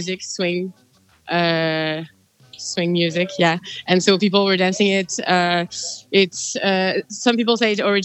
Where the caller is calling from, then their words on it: Edinburgh, Scotland, United Kingdom; The airport in Edinburgh.